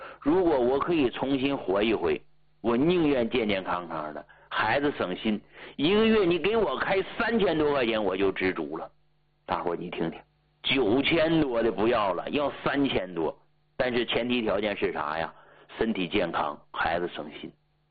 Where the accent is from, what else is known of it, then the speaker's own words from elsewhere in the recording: Shenyang, Liaoning, China; 我是沈阳人，我跟老伴儿俺俩下乡，直到退休后才回到的沈阳